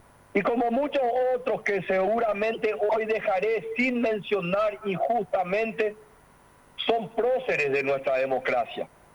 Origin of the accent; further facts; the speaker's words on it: Paraguay; pero sobre todo como un paraguayo que ama a su país, he venido a decir la palabra más linda del mundo: gracias.